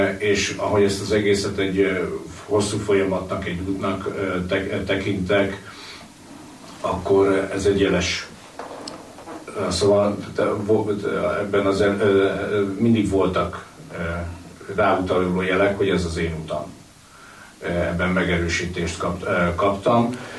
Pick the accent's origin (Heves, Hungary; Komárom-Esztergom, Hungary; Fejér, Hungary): Fejér, Hungary; Dunaújváros; egy olyan városban nőttem fel, ahol hát nem volt jellemző a vallásos nevelés.